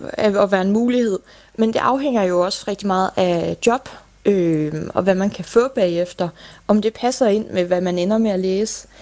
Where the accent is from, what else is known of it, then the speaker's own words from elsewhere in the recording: Lemvig, Central Denmark Region, Denmark; now in Aarhus, Denmark; Jamen, jeg synes jo, at altså, som vestjyde, så deler de jo også den der jyske mentalitet derovre med at være nede på jorden og være til at snakke med.